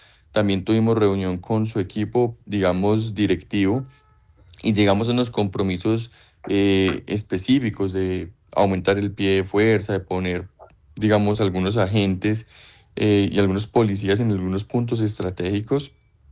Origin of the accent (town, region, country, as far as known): Colombia